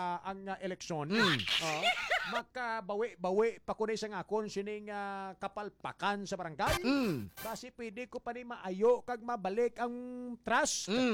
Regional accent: Western Visayas, Philippines; Ano mo nalaman na Ilonggo ako?

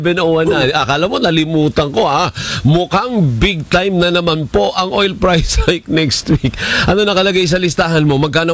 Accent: Negros Island Region, Philippines; sa amin sa Negros

